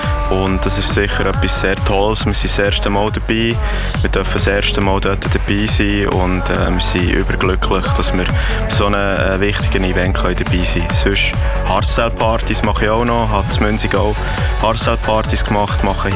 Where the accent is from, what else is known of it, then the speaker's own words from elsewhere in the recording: Switzerland; Aber in der Schweiz, in meinem Heimatkanton, vor der vollen Halle, und ich hatte Schulkollegen vor mir